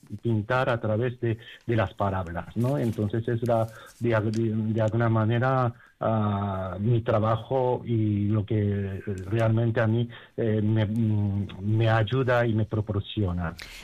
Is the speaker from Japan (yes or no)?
yes; Japan; now in Spain; en mi país, en Japón